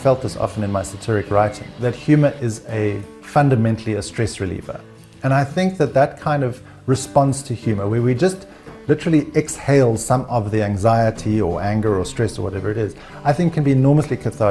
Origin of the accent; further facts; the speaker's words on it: South Africa; as a South African, you have a feel for how South Africans speak and what things look like and taste.